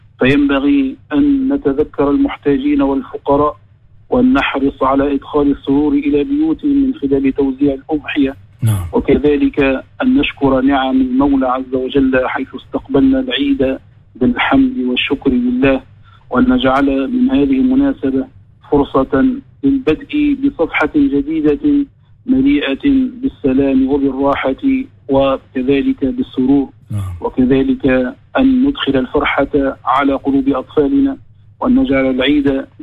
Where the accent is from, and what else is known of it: Tunisia